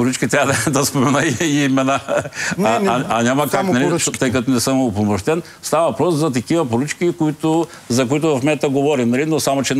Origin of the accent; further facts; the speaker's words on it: Razgrad, Razgrad Province, Bulgaria; now in Sofia, Bulgaria; Ние с вашия колега сме от Разград и аз, например, когато преди 32 години пристигнах в София, мечтаях един ден преди да се пенсионирам да се движа по цялостна магистрала Хемус.